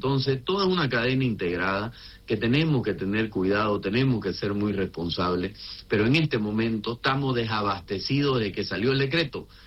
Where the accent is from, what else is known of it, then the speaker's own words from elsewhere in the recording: Santa Cruz, Bolivia; el futuro que tenemos que tener como productores cruceños y bolivianos.